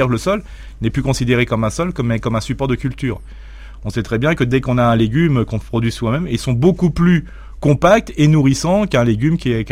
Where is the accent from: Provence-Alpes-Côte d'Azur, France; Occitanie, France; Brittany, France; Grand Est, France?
Grand Est, France